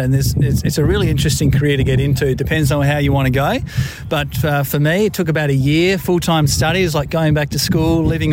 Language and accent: English; Bridport, Tasmania, Australia; moved away; I grew up in Britport. I'm from Tassie originally. Moved back and was lucky enough to be able to get some work back in the home state.